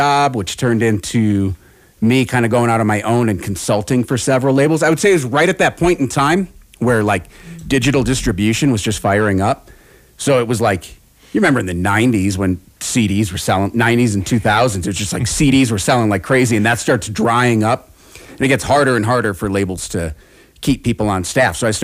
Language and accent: English; Minnesota, United States; I grew up right outside of Minneapolis playing music my whole life